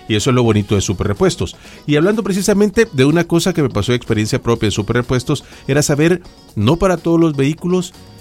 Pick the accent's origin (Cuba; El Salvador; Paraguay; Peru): El Salvador